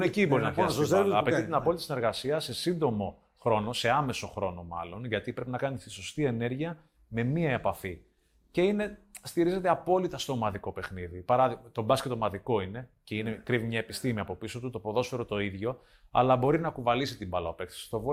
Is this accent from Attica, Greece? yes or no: no; Ierapetra, Crete, Greece; born there; moved away; Ναι, από εκεί έφυγα και πήρα την πρώτη μου μεταγραφή και ξεκίνησα την επαγγελματική μου καριέρα.